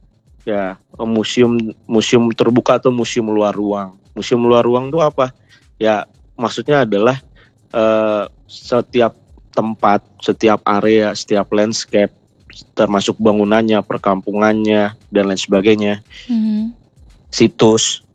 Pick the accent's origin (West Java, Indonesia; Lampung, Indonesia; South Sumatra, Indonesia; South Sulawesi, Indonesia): South Sumatra, Indonesia; Palembang; moved away as an adult; also born or lived in Jakarta; now in Turkey; kita nih wong Palembang